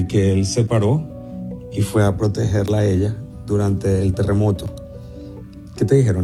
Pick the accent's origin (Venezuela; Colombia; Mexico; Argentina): Venezuela